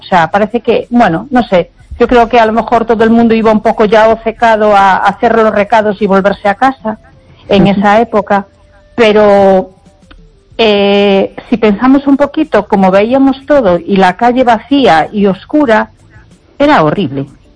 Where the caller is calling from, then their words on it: A Coruña, Galicia, Spain; de Coruña.